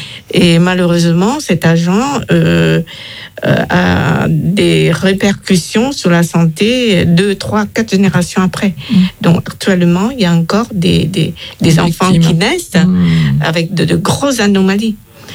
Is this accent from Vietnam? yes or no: yes; Da Lat, Lâm Đồng, Vietnam; now in France; je suis allée à Dalat pour revoir ma ville natale et surtout le lycée où j'ai fait mes études.